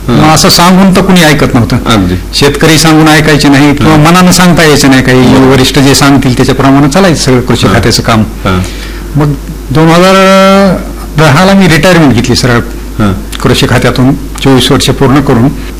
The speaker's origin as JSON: {"language": "Marathi", "town": "Digholamba", "region": "Maharashtra", "country": "India", "tie": "born or raised there", "said": "डिघोळांबा. माझा जन्म डिघोळांब्याचाच."}